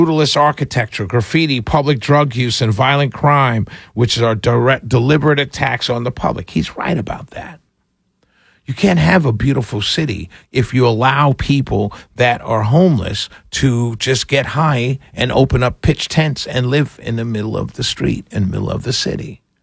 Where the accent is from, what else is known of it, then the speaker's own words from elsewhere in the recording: New York City, New York, United States; I'm from New York City, as many of you know.